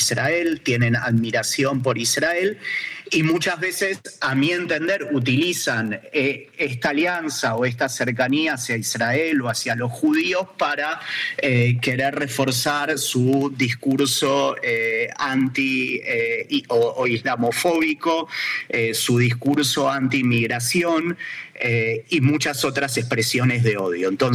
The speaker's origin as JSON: {"language": "Spanish", "country": "Argentina", "moved": "yes", "lives_now": "Germany", "said": "yo acá lo siento como argentino"}